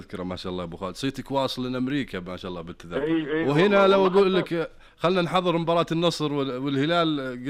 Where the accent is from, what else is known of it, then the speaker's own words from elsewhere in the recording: Saudi Arabia; ان شاء الله ان نحس بنفس ذاك الشعور باذن الله كسعوديين،